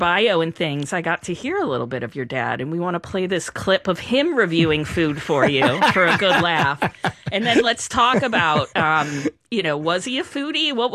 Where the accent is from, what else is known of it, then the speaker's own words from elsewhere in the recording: Gloucester, Massachusetts, United States; moved away as an adult; also born or lived in Montreal; I grew up in Gloucester. And when I moved to Montreal